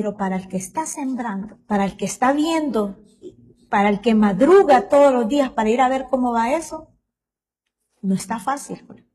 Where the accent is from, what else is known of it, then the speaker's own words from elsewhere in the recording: El Salvador; now in San Salvador, El Salvador; no es posible que no vayamos como salvadoreños a entender la gravedad de este asunto.